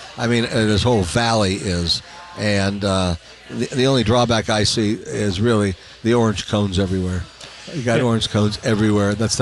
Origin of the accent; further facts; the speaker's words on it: Long Beach, California, United States; I grew up in the Southern California area near Long Beach, and we had the original roundabout, the Long Beach Traffic Circle, huge, big, and...